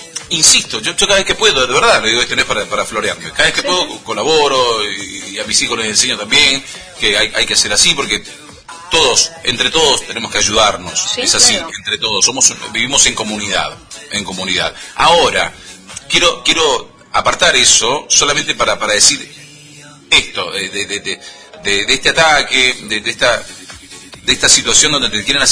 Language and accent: Spanish; Rama Caída, Mendoza, Argentina; de Rama Caída y eso que voy una vez al mes al centro, me vengo toda enrabiada, enojada se viene.